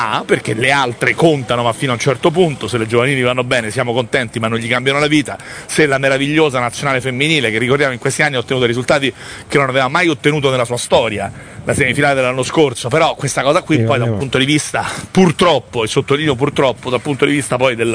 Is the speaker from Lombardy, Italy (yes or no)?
yes; Milan, Lombardy, Italy; accent: Milanese; Hai sentito anche il mio accento milanese, perfetto.